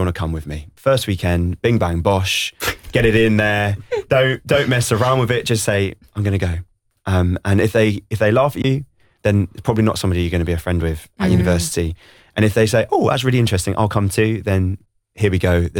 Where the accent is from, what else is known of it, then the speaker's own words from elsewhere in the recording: London, United Kingdom; Oh, from Istanbul, but then I lived in... I'm from Southeast London, so yeah.